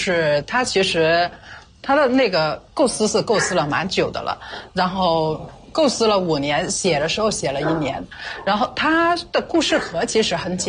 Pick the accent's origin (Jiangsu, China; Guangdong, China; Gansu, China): Guangdong, China; Fengkai; first language Cantonese; Chinese is a second language; 所以我因为我是分开人，所以我的母语就是粤语。